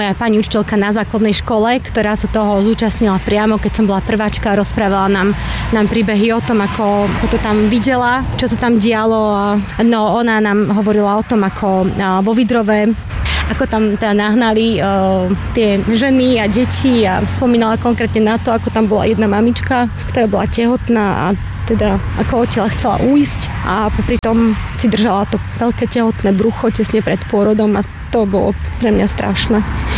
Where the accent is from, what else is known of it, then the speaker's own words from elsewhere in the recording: Čierny Balog, Banská Bystrica Region, Slovakia; now in near Bratislava, Slovakia; Ja pochádzam z Čierneho Balogu, ale už dlhý čas žijem pri Bratislave